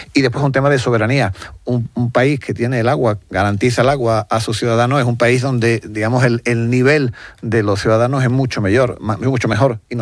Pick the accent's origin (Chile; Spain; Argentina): Spain; Bueno, no sé, a lo mejor en mi tierra aquí o quizás no. Pero sí deberíamos conocer el valor del agua, porque lo que sí hacemos bien los españoles es cuando nos dan una nota de que hay que ahorrar agua